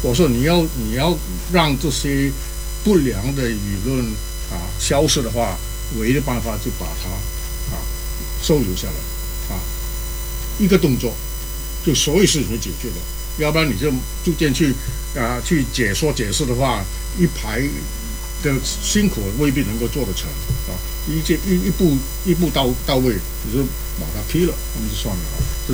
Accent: Malaysia; 我是讲讲我的背景，我是马来西亚长大的，马来西亚啊

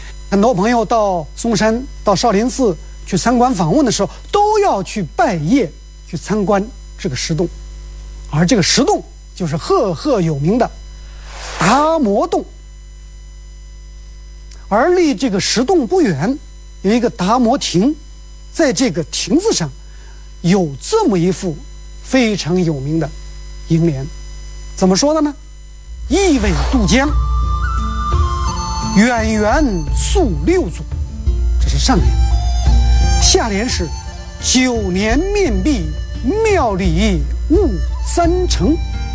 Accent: China; 我们中国人

